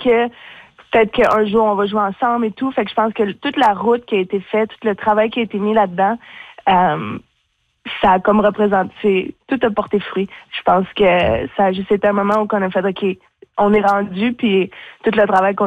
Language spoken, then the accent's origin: French; Fermont, Quebec, Canada; also born or lived in Sept-Îles / Montreal; now in Beloeil, Canada; Ensuite, on est allé à Fermont jusqu'à mes 15 ans. On est déménagé en 2015 à Montréal, sur la Rive-Sud.